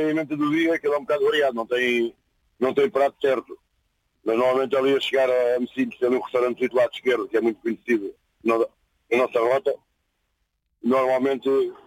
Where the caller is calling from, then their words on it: Lisbon, Portugal; Moro aqui em Campo Lido.